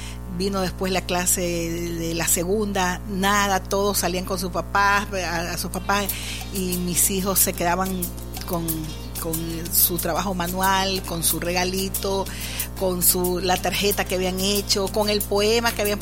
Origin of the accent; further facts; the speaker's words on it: Guayaquil, Guayas, Ecuador; soy de Guayaquil, Ecuador, esposa de pastor, pastora también